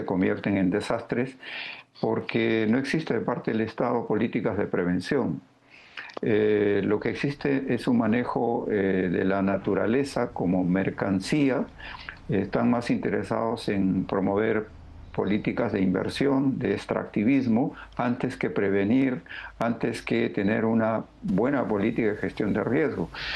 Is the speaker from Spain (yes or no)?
no; Peru; principalmente en nuestro país, le hablo como peruano, en el Perú.